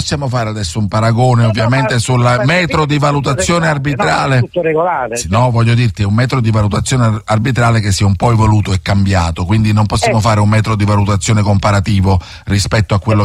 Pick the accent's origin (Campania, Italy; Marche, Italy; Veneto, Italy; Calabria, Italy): Campania, Italy; Amalfi; Antonio, voglio dire, io vengo da Amalfi e tu non ti fai trovare.